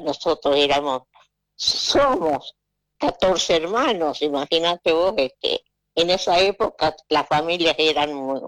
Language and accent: Spanish; Villaguay, Entre Ríos, Argentina; born there; En Villaguay, Entre Ríos.